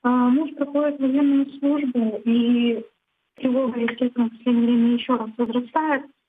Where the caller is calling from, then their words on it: Novosibirsk, Novosibirsk Oblast, Russia; 24 года, я звоню из Новосибирска.